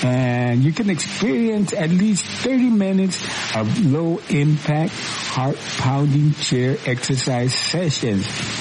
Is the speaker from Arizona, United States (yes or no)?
yes; Arizona, United States; and not to forget the North End, which is Benjamo, Guadalupe, and my hometown, Hightown.